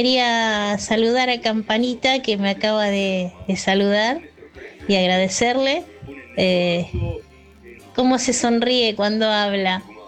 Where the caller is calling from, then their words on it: Buenos Aires, Argentina; de Caballito